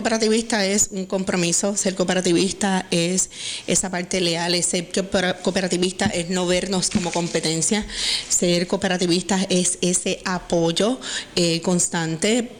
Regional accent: Puerto Rico; nosotros tenemos como puertorriqueños y puertorriqueñas, caficultoras y caficultoras

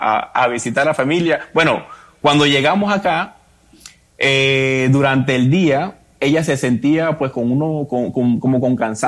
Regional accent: La Guajira, Colombia; now in Miami, United States; Somos de Colombia

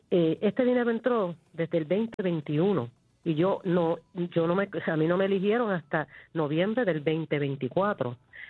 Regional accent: Puerto Rico; como hispanos, como puertorriqueños

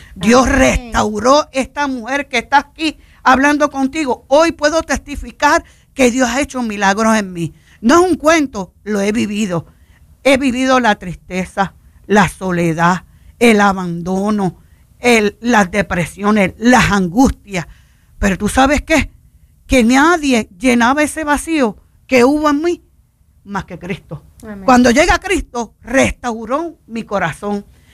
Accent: Puerto Rico; Te voy a explicar como buen puertorriqueño, suavecito y con calma.

